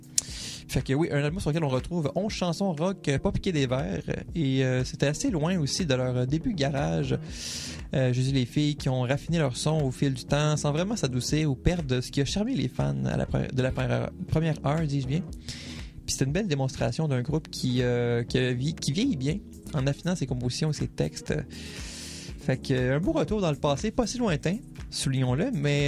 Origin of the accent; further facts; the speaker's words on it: Montreal, Quebec, Canada; ça va prendre vie sur scène chez nous à Montréal